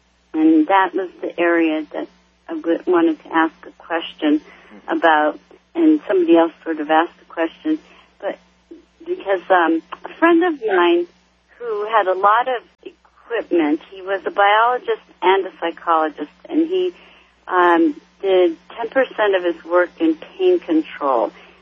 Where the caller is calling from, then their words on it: Albuquerque, New Mexico, United States; I'm calling from Richard C. Hovind country, Albuquerque, New Mexico.